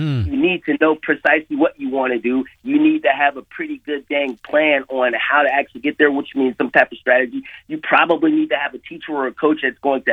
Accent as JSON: {"language": "English", "region": "Illinois", "country": "United States", "said": "I'm from Illinois. I was a state champion there in all three styles."}